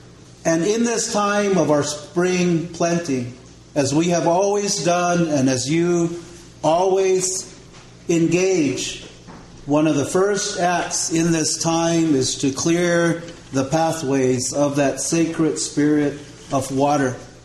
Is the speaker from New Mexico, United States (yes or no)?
yes; Cochiti Pueblo, New Mexico, United States; first language Cochiti (Keresan); English is a second language; my native language of Cochiti